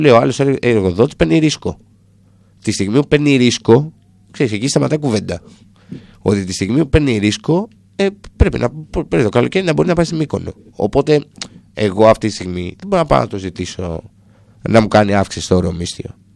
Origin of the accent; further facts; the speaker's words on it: Greece; Λέω είμαι Έλληνας. Ωραία. Αγαπάω την πατρίδα μου